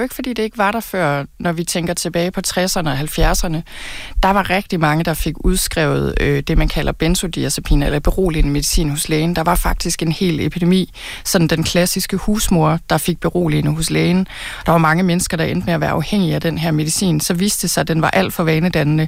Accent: North Denmark Region, Denmark; dengang, jeg voksede op i Thy, og det var der i hvert fald heller ikke på de kanter.

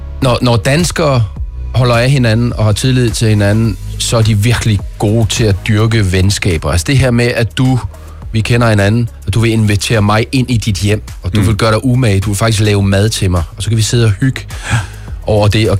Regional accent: Central Denmark Region, Denmark; now in France; Og det nu er jeg jo fra Midtjylland, så jeg kender hele Danmark.

